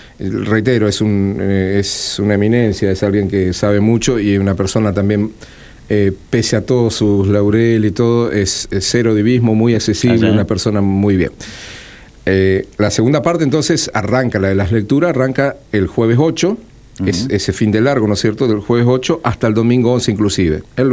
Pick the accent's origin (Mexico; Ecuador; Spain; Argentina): Argentina; Providencia, Santa Fe; moved away as an adult; now in Santa Fe, Argentina; Yo vengo de Providencia, ¿sí? Yo vine a estudiar a la universidad pública, no tenía conocidos en Santa Fe